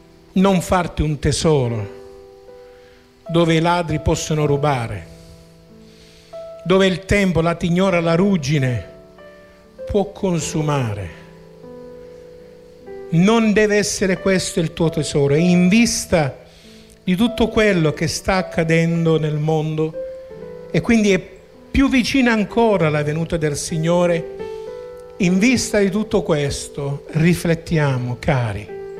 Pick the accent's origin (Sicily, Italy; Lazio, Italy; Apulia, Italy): Sicily, Italy; Niscemi; born or raised there